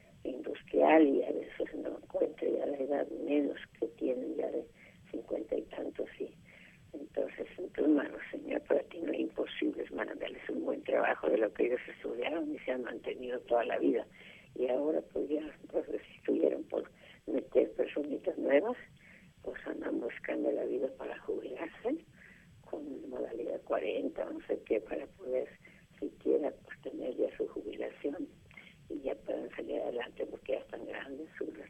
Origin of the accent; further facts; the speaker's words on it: Jalisco, Mexico; de cerca de mi pueblo donde me crié, en Jalisco yo me crié